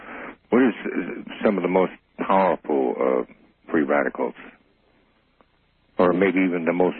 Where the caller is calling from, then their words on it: Anchorage, Alaska, United States; I'm calling from Anchorage.